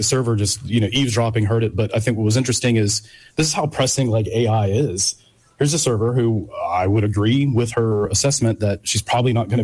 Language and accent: English; Jacksonville, Florida, United States; now in Tallahassee, United States; I grew up in Jacksonville, a little bit further south.